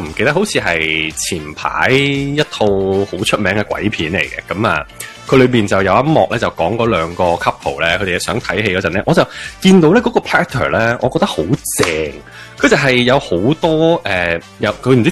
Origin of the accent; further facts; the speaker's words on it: Canada; 我觉得我哋身为加拿大人咧，如果想要一啲所有味嘅薯片，都系买翻 all dress 啦